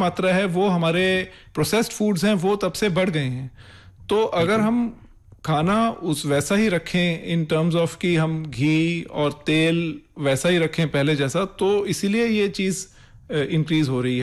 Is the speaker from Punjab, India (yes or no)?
yes; Punjab, India; मैं पंजाब से हूँ